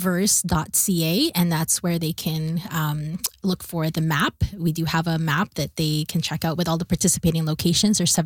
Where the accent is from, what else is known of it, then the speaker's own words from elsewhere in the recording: Bicol Region, Philippines; moved away; Being born in the Philippines, in where I'm from, it's called the Bicol region.